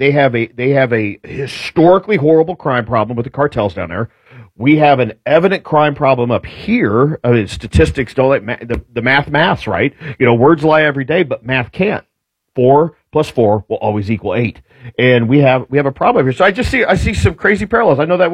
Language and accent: English; Indianapolis, Indiana, United States; now in Franklin, United States; I am an indie guy. I grew up in Indianapolis. I love the city of Indianapolis. Indianapolis is the best. I always refer to it, it's a big city